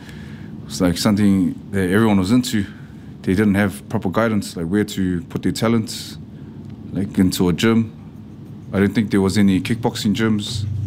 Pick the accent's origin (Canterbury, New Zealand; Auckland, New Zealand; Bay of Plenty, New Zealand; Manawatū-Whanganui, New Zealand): Auckland, New Zealand; Otara; You know, I was raised in Otara, so there's a lot of like fighters in Otara